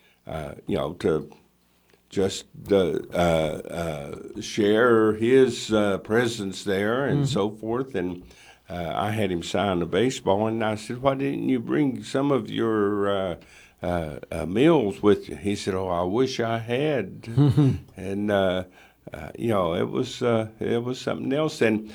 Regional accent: Matewan, West Virginia, United States; moved away as an adult; also born or lived in Baltimore; when I was growing up in Matewan, we only got one channel

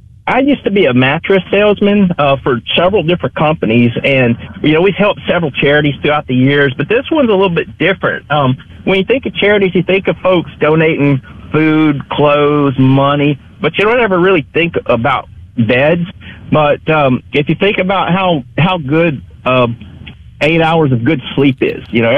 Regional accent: McComb, Mississippi, United States; moved away; I'm originally from the Macomb area. I have strong roots in Pike County, Macomb Summit, that area.

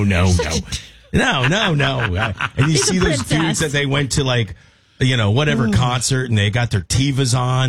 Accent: Chattanooga, Tennessee, United States; also born or lived in Nashville, Tennessee; growing up in Nashville, Chattanooga, Tennessee.

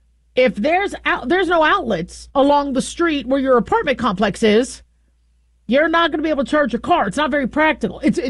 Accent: United States; born there; also born or lived in Las Vegas, Nevada / Phoenix, Arizona; I grew up in Las Vegas and Phoenix, Arizona, and I remember it getting up to like 120 degrees.

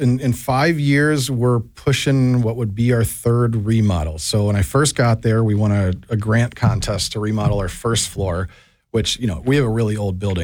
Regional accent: Madison, Wisconsin, United States; now in Milwaukee, United States; I'm from Madison originally. I moved here in 2006 to go to UWM.

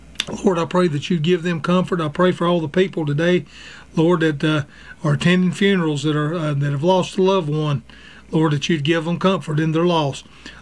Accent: the South, United States; I was brought up in the South where I could say mom and daddy

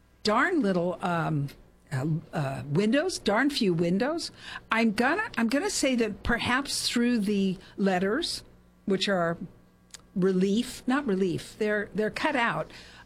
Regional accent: United States; I'm another American with a fairly short attention span.

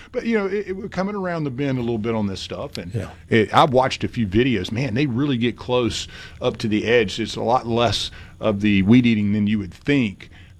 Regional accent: Jackson, United States; I have a friend that I grew up with here in the Jackson area

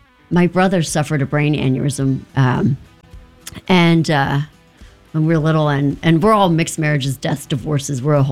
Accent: Maryland, United States; I'm from a really small town in Maryland, right outside of Frederick.

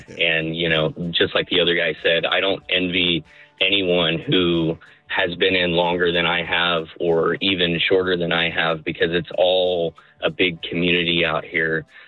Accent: Galveston, Texas, United States; now in Whidbey Island, United States; I'm stationed here in Whidbey Island, and I'm originally from South Texas, actually, so Galveston, Texas.

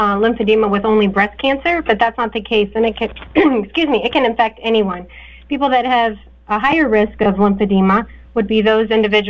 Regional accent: Morgantown, West Virginia, United States; I am from Morgantown, West Virginia. I was born and raised here and grew up here, and I started the lymphedema program at Mon Health

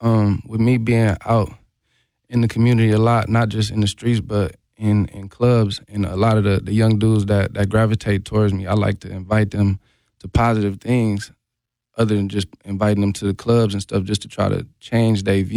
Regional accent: Milwaukee, Wisconsin, United States; also born or lived in California / Texas; I'm from Milwaukee. They're like, oh, I'm from Milwaukee. Or I know somebody from Milwaukee. So it was that was a dope experience. But I lived in California for a few years, lived in Texas for a few years. And then I've been back here for about 6 years now.

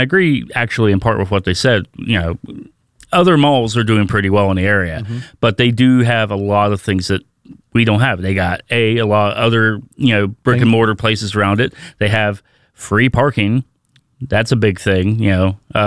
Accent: St. Marys, West Virginia, United States; Well, I come from St. Mary's, West Virginia.

